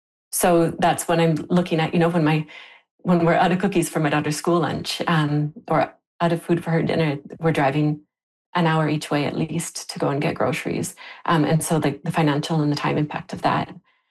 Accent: Lytton, British Columbia, Canada; And like I said, I grew up in Lytton, so I knew warm weather. Lytton was Canada's hotspot

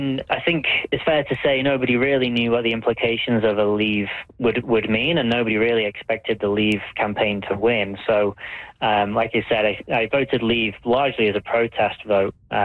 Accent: United Kingdom; moved away as an adult

